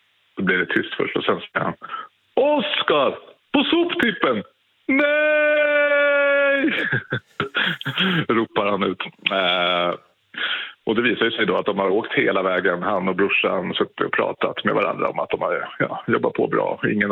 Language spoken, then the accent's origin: Swedish; Täby, Stockholm County, Sweden; Jo, men det här utspelade sig när jag var 18 år 1998 och bodde i Täby där jag växte upp.